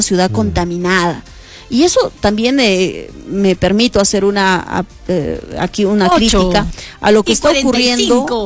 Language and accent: Spanish; Arequipa, Peru; nosotros mismos como ciudadanos, como arequipeños, arequipeñas